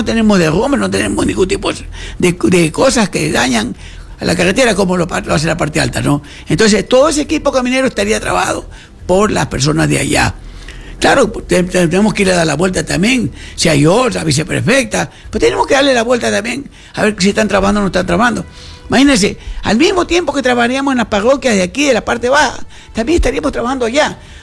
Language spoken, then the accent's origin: Spanish; Buenavista, Ecuador; yo soy de Buenavista.